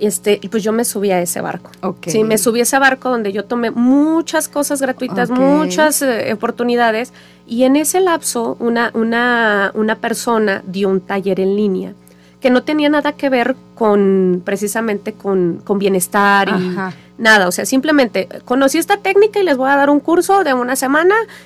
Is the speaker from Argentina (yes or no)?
no; Mexico; en nuestras raíces como mexicanas